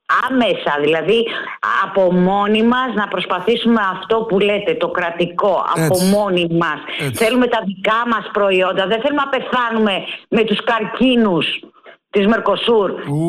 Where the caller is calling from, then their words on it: Artemida, Attica, Greece; από Αρτέμιδα.